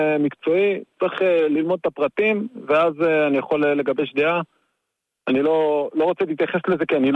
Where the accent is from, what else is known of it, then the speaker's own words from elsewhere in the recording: Northern District, Israel; now in Nof HaGalil, Israel; גדלתי בקיבוץ ראש הנקרא, ואני חי בקיבוץ עירוני בנצרת עילית.